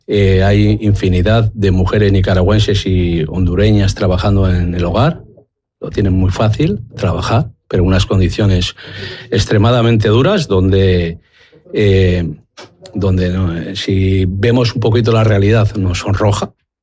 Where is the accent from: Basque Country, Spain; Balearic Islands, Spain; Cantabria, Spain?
Basque Country, Spain; Mi padre, trabajador de toda la vida de Burgos, que vino y migró a Bilbao y trabajó como cientos de personas para levantar su sueldo, su familia y su país, que ahora sus hijos pensamos que somos vascos.